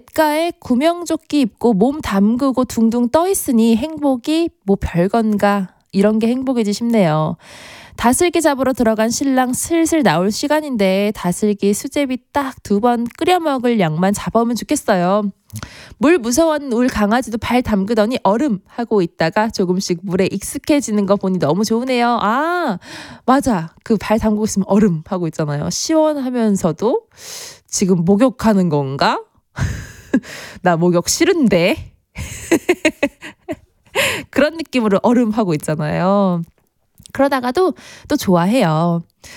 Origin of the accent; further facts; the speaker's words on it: Hwaseong, Gyeonggi Province, South Korea; 출신이긴 한데 더 어렸을 때는 화성에서 살았어요.